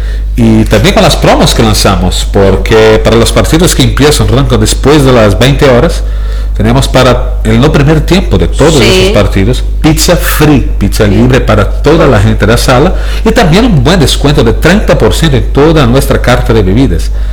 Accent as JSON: {"language": "Spanish", "country": "Brazil", "moved": "yes", "lives_now": "Puerto Iguazú, Argentina", "said": "soy brasileño."}